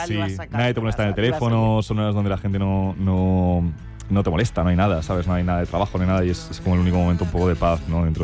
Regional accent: Poland; Porque yo soy polaco, mi padre es polaco

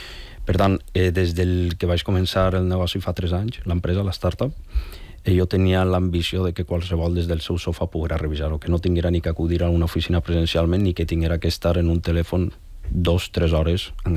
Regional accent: L'Olleria, Valencian Community, Spain; Nosaltres al final venim d'un poble. I venim de l'Olleria.

